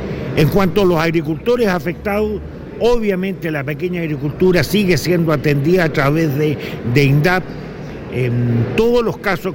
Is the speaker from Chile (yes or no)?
yes; Chile; esto que los chilenos valoramos tanto